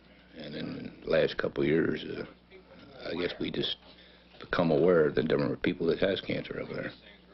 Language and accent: English; Carmel, United States; born there; Well, I was born in Carmel on the 30th of January, 37. My dad, he was all born and raised in Carmel.